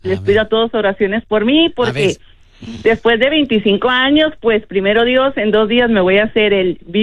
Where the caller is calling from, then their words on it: Chula Vista, California, United States; yo soy de acá de Chula Vista.